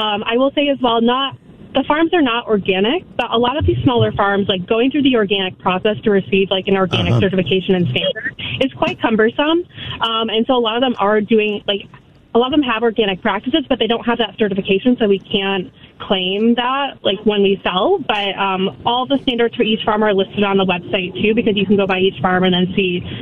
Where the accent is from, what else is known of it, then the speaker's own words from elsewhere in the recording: Michigan, United States; moved away as an adult; now in Chicago, United States; I'm originally from Michigan, but now I'm here in Chicago.